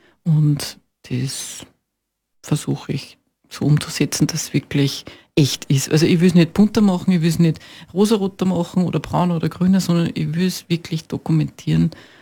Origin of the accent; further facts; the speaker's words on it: Upper Austria, Austria; Ich komme aus der Nähe von Wels, Oberösterreich